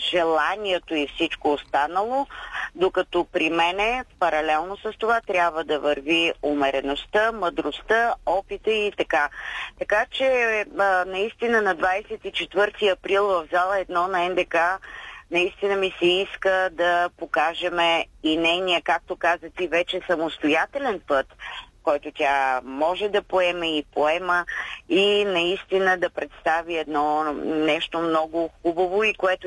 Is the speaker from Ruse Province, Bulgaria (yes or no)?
no; Gotse Delchev, Blagoevgrad Province, Bulgaria